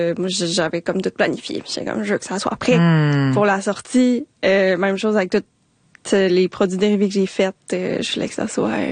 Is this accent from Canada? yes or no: yes; Quebec City, Quebec, Canada; now in Montreal, Canada; je viens de Québec.